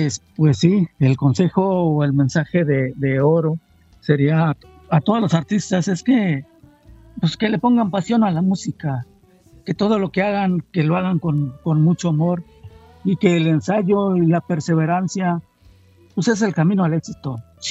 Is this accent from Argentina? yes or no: no; Ciudad Valles, San Luis Potosí, Mexico; Ciudad Valles, de donde yo soy, es un poquito más grande.